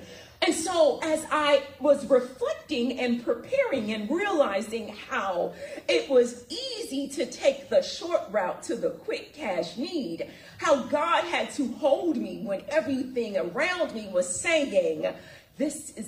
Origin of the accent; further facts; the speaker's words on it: Florida, United States; growing up in South Florida